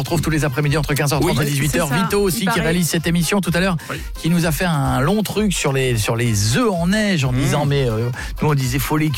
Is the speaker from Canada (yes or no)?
no; Hauts-de-France, France; J'ai grandi en Picardie, j'ai pris de la pluie sur la gueule toute ma vie.